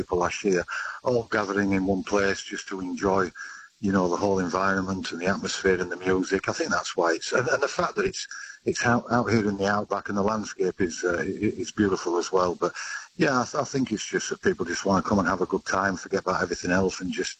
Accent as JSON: {"language": "English", "region": "Yorkshire and the Humber", "country": "United Kingdom", "moved": "as an adult", "lives_now": "Australia", "said": "Yeah, I'm actually from Yorkshire in the north of England"}